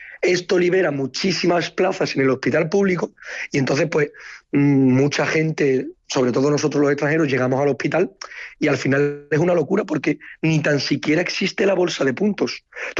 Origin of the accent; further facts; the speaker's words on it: Spain; fisioterapeutas belgas como los españoles somos los principales